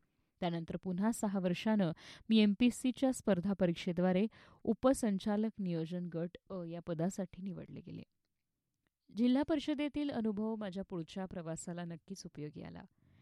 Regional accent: Amravati, Maharashtra, India; moved away as an adult; also born or lived in Daryapur; शनिवार रविवार मुलीला भेटायला मी माहेरी अमरावतीला यायचे.

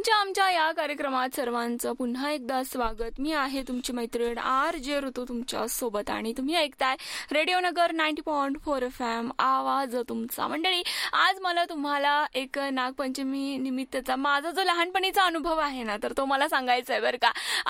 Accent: Ahilyanagar, Maharashtra, India; जेव्हा माझ्या लहानपणी म्हणजे नाही म्हणलं तरी 15 वर्षापूर्वीचं जे पचंब आपल्या नगरमध्ये भरायचा ना

